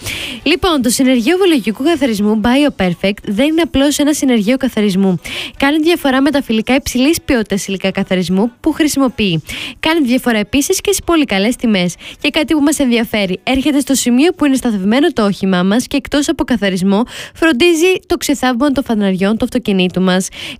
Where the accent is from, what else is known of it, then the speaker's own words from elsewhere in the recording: Thessaloniki, Central Macedonia, Greece; γιατί είμαι από τη Θεσσαλονίκη.